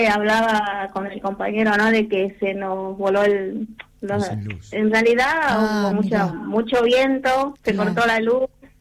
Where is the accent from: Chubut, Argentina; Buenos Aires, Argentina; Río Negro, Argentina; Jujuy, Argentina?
Jujuy, Argentina; Puerto Viejo; moved away; Sí, soy de Jujuy, de un pueblo muy chiquito que se llama Puerto Viejo.